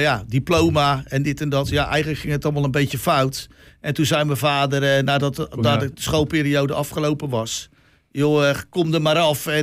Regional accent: Noordwijk, South Holland, Netherlands; Ik ben geboren in de Heilige Geestweg 43 in Noordwijk.

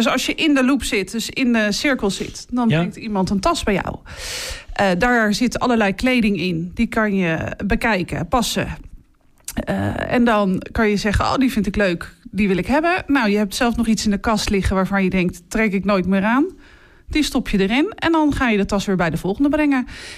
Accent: Gouda, South Holland, Netherlands; now in Katwijk, Netherlands; ik kom uit Gouda.

